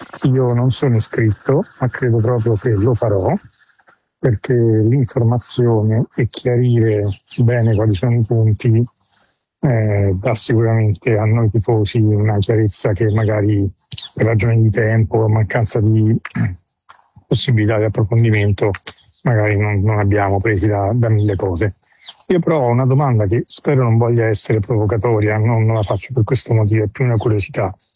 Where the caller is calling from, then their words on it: Rome, Lazio, Italy; Allora, siamo da Roma e grazie di questa puntata